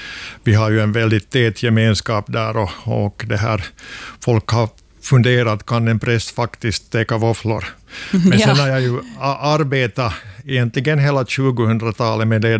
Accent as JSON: {"language": "Swedish", "town": "Sibbo", "region": "Uusimaa", "country": "Finland", "tie": "born there", "also_born_or_lived": "Tanzania", "said": "No, jag är född i Borgby i Sibbo. Jag tycker att jag är inte färdig med Sibbo ännu. Det har följt med mig hela tiden när jag har varit i världen."}